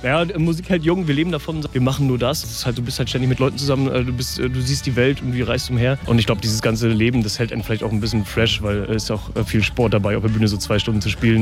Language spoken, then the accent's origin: German; Greifswald, Mecklenburg-Vorpommern, Germany; born there; now in Rostock, Germany; Ich bin in Greifswald geboren, wohne aber auch schon seit 25 Jahren in Rostock.